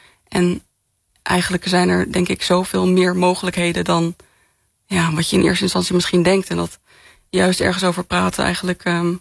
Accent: Arnhem, Gelderland, Netherlands; Ik kom zelf uit Arnhem. Ik heb wel familie ook in Twente

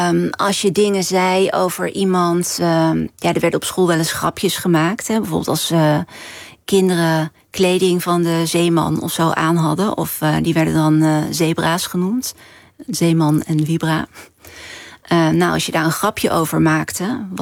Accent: Vlijmen, North Brabant, Netherlands; Het geweldige dorp waar ik ben opgegroeid.

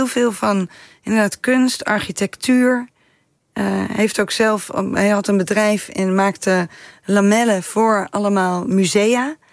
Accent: Oosterhout, North Brabant, Netherlands; Ik ben opgegroeid in Oosterhout. En een van de dingen die ik heel zeker wist... was dat ik daar wegging.

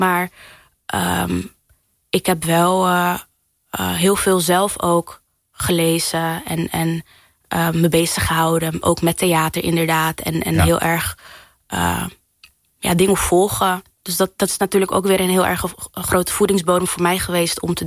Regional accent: Morocco; now in Netherlands; En dat heeft ook wel echt een beetje te maken met de Marokkaanse cultuur waar ik vandaan kom, waarin er heel veel gedaan wordt aan verhalen vertellen.

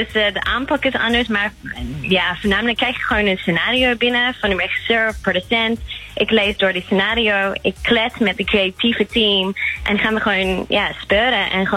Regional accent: Australia; Dutch is a second language; Nee, ik kom uit

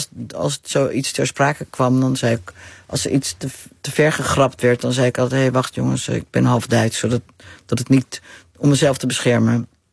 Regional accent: Drenthe, Netherlands; born there; Ik ben geboren in Drenthe.

